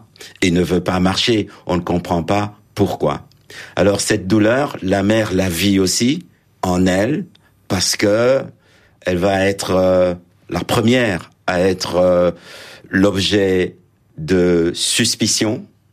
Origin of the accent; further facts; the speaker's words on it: Lubumbashi, Katanga, DR Congo; moved away as an adult; le Katanga, parce que je suis né à Elisabethville, hein, on appelait ça Elisabethville, où j'ai des souvenirs de l'enfance